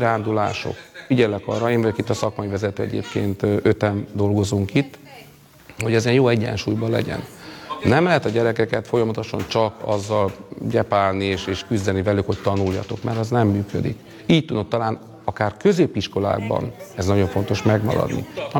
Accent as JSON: {"language": "Hungarian", "country": "Hungary", "said": "magyar ember vagyok, de mellette cigány emberként is, beás cigány"}